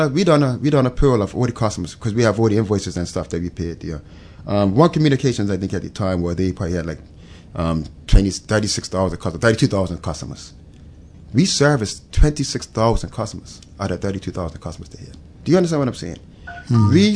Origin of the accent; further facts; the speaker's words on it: United Kingdom; because I could do it as a British citizen